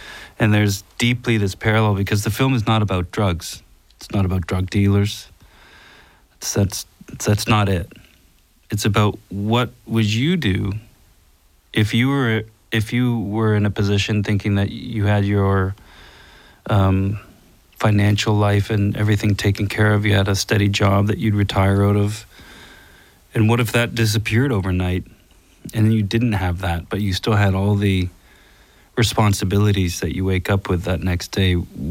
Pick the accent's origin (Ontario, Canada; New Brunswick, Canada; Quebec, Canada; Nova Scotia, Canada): Nova Scotia, Canada; also born or lived in Halifax; I'm from the Valley.